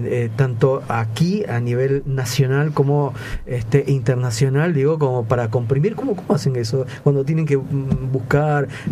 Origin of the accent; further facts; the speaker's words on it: Peru; Del Perú.